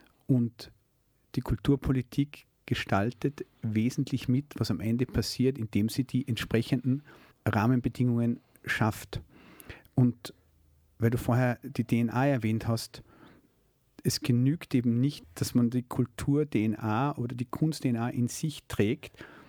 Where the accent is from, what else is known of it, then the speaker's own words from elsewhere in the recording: Zell am See, Salzburg, Austria; born there; now in Innsbruck, Austria; Alles. Es ist mein Daheim.